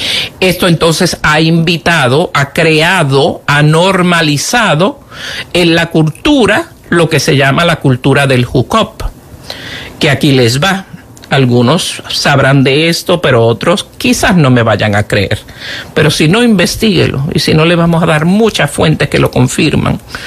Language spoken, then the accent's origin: Spanish; Puerto Rico; born or raised there